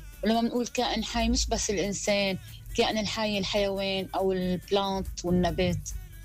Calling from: Lebanon; أنا شخصيا إذا ما بدي أكون من لبنان بحب أكون من فرنسا

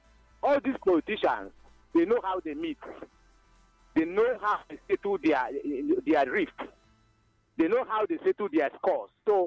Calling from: Nkomoro, Ebonyi, Nigeria; I am reaching you from Nkomoro in Inyasa, the main center of Ebonyi State.

